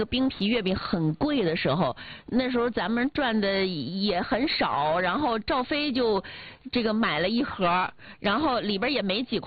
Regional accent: northern China, China; 我是北方人

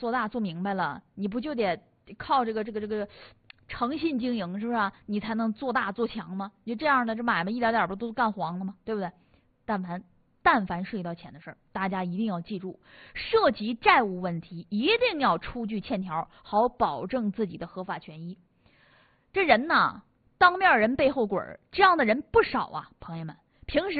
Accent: Northeast China, China; 咱们东北人这种感觉就讲话什么呢？比较粗了

